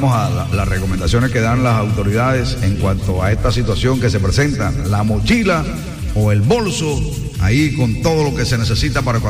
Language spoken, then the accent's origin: Spanish; Colombia; No importa dónde hayas nacido, en qué parte de Colombia, lo importante es que somos colombianos